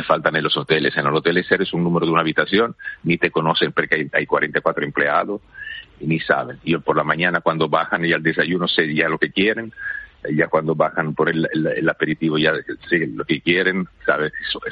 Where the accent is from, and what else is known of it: Italy; Spanish is a second language